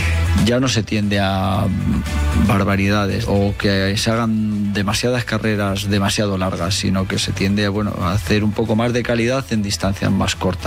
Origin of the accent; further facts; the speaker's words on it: Béjar, Castile and León, Spain; Yo soy de Béjar, de jamón.